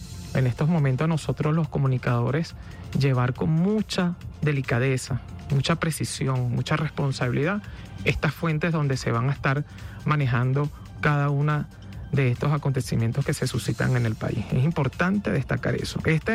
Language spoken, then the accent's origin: Spanish; Venezuela; unirnos todos como venezolanos, como hermanos